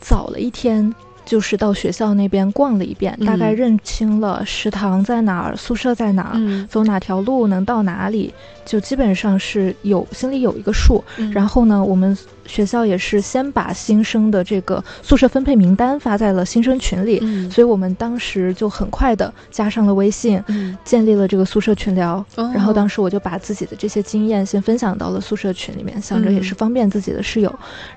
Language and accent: Chinese; Hainan, China; moved away; 我是来自海南